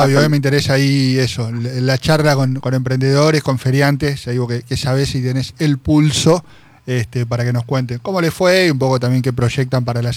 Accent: Argentina; nosotros, como argentinos, somos todo eso.

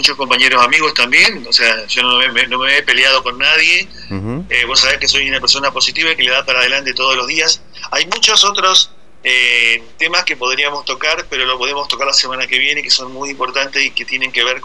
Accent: Argentina; now in Aldea Spatzenkutter, Argentina; somos argentinos.

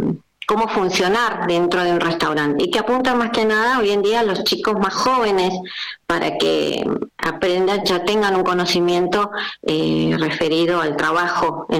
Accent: Fernández Oro, Río Negro, Argentina; Somos 12 personas, 11 personas de Allen, son de Allen y Fernández Oro. Bien. Somos tres de Fernández Oro, de … …, …

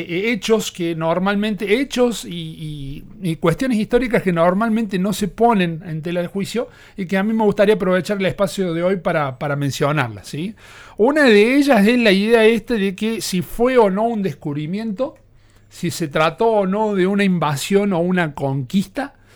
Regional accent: Mendoza, Argentina; que llega incluso hasta las tierras mendocinas nuestras

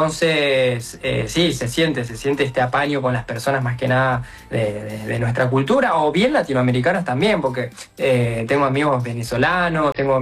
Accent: Argentina; moved away as an adult; en mi caso o en nuestro caso como argentinos

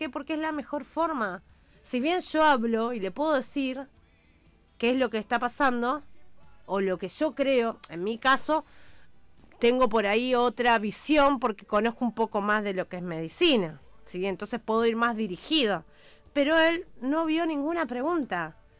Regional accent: Rosario, Santa Fe, Argentina; moved away; yo me transpolo a Rosario, que es de la ciudad de donde vengo

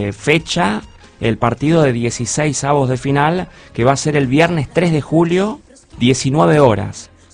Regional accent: Argentina; por nuestro país, por Argentina.

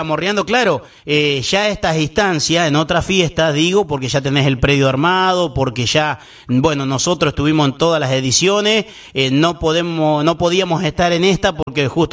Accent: Villa Moll, Buenos Aires Province, Argentina; now in Moquehuá, Argentina; yo soy de Villamol, pertenezco a Navarro, aunque vivo en Moquegua, partido de Chivilcoy

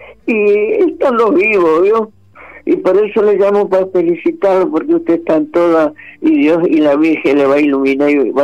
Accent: Corrientes, Argentina; now in Lanús, Argentina; Yo soy de acá de Lanús, pero soy de Correntino, de Cruzupaquea.

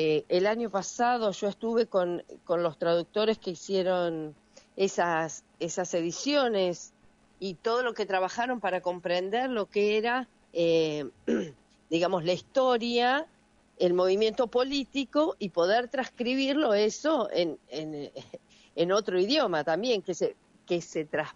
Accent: San Andrés, Buenos Aires Province, Argentina; en mi barrio, en el lugar de donde yo nací.

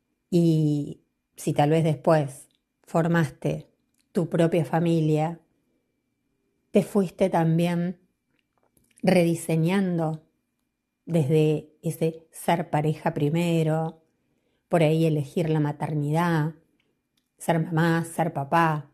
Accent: Quilmes, Buenos Aires Province, Argentina; Soy de Quilmes, Buenos Aires, Argentina.

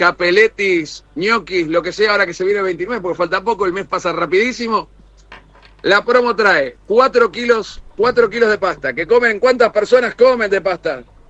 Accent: Santa Fe, Argentina; now in Quilmes, Argentina; Yo soy de allá, yo soy santafesino.

